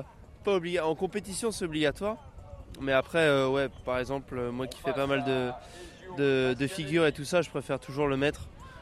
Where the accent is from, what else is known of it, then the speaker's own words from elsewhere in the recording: La Baule, Pays de la Loire, France; Moi, je suis originaire du Pays de la Loire, de La Baule.